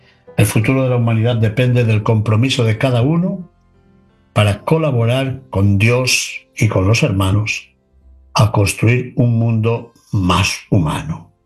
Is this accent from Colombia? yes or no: no; Spain; Sí, soy español, pero formo parte de un proyecto divino más grande.